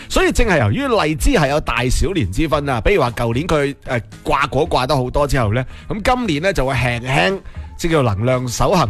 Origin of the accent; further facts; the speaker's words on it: Guangdong, China; 我哋广东人